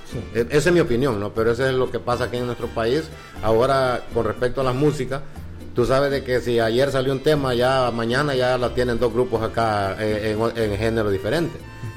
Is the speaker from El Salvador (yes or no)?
yes; Eastern El Salvador, El Salvador; Si tú has visto en Oriente, vamos a hablar de lo que es cerca de mi pueblo, de mi cantón.